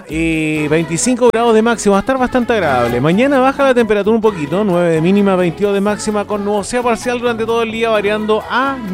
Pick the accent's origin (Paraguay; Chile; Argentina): Chile